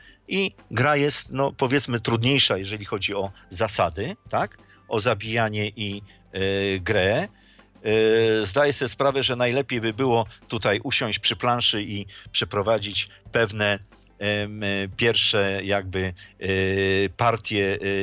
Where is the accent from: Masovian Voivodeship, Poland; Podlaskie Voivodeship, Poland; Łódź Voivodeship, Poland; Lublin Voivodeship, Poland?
Łódź Voivodeship, Poland; Łódź; Ja jestem z Łodzi